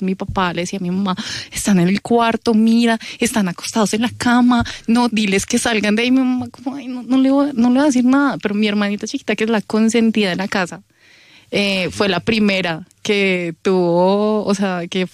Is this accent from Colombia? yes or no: yes; Colombia; nosotras crecimos en Colombia